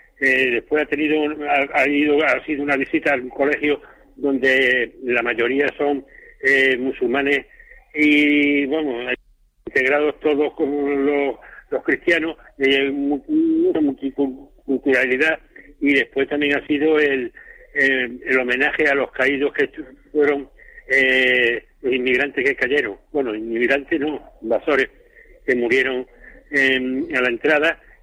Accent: Spain; somos españoles

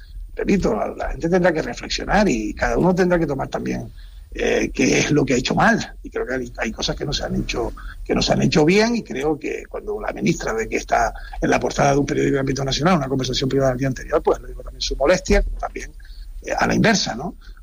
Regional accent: Canary Islands, Spain

